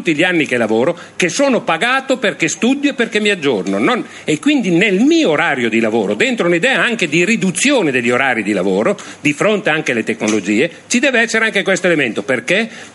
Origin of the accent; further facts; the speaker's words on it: Reggio Emilia, Emilia-Romagna, Italy; io vengo da Reggio Emilia